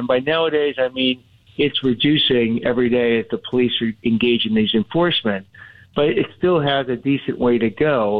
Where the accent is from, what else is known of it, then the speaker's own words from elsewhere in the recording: Los Angeles, California, United States; I grew up in Los Angeles.